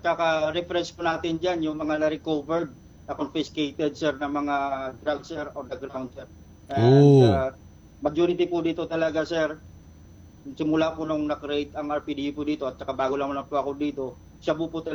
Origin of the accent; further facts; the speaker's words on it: Luzon, Philippines; I came from Luzon, sir.